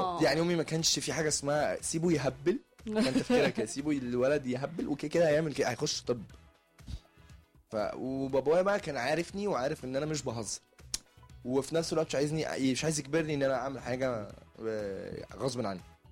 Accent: Alexandria, Alexandria Governorate, Egypt; moved away; انا من اسكندريه.

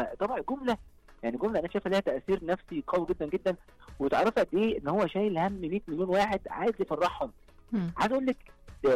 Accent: Egypt; moved away; الحمد لله مصر بالذات والله ما تحيزا عشان احنا مصريين

